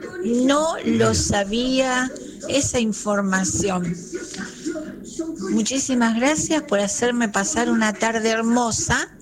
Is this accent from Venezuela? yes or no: no; Almagro, Buenos Aires, Argentina